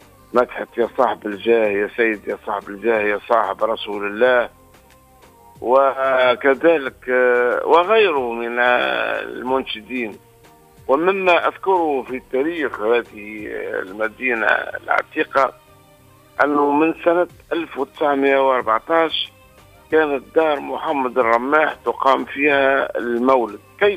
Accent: Tunisia; بلادنا تونس

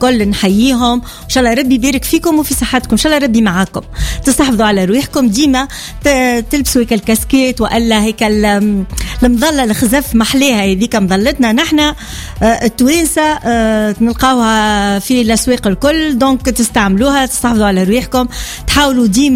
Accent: Tunisia

